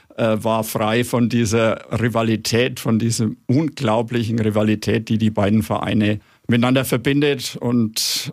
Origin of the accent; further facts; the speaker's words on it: Nuremberg, Bavaria, Germany; Ich bin in Nürnberg geboren, ich habe mein Leben lang in Nürnberg gelebt